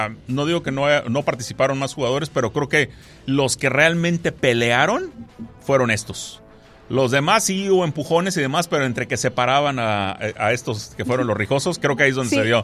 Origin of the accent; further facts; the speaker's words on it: Mexico; yo como mexicano